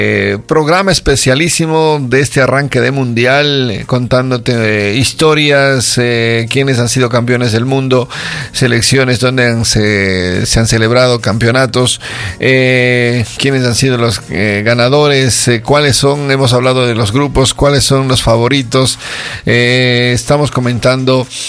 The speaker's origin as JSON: {"language": "Spanish", "country": "Ecuador"}